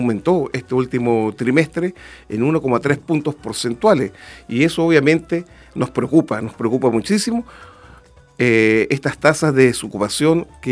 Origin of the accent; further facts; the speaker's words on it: Llanquihue, Los Lagos, Chile; also born or lived in Santiago; nos afincamos nuevamente en Llanquihue. Yo soy de Llanquihue, mi familia es de Llanquihue, yo estudié en Puerto Ara, el Colegio Germania, así que soy de acá, de la zona.